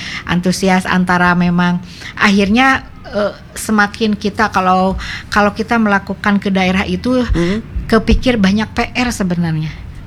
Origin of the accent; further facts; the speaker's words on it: Bandung, West Java, Indonesia; saya juga orang Kota Bandung